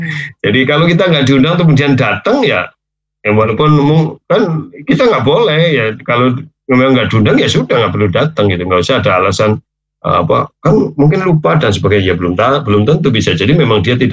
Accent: Central Java, Indonesia; now in Larangan area; dulu kan saya tinggalnya di belakang, depan geriatri itu, Mbak Citra Putri, belakang si Muhammadiyah. Saya memang lahir besar di situ, di Sokajaya, Sokanegara.

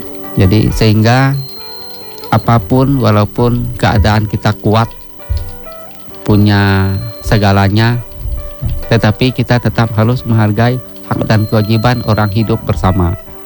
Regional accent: West Kalimantan, Indonesia

